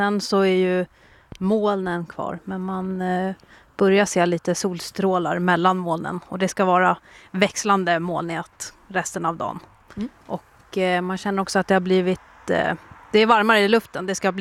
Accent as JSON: {"language": "Swedish", "town": "Bålsta", "region": "Uppsala County", "country": "Sweden", "tie": "born or raised there", "said": "jag är uppväxt i Bålsta"}